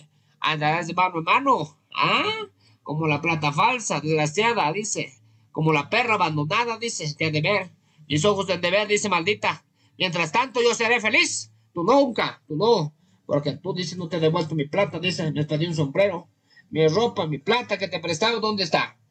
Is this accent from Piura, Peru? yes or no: yes; Huancabamba, Piura, Peru; born there; desde mi provincia de Huancabamba, mi tierra bendita que me dio nacer